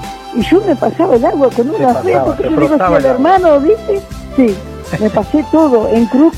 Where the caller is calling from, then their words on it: Mercedes, Soriano, Uruguay; Yo de Mercedes.